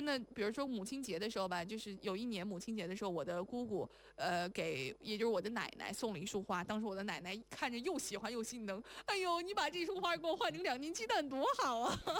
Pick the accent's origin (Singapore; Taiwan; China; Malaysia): China; Shanxi; now in Beijing, China; 作为山西人，然后在北京上班，